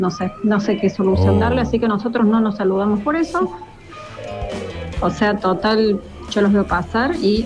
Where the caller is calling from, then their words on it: Argentina; yo soy de acá de Barrio Primero de Mayo